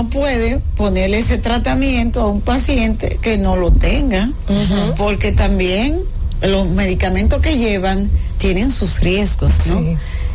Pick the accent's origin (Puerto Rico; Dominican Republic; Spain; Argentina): Dominican Republic; Digo yo, de Dominican Republic, República Dominicana.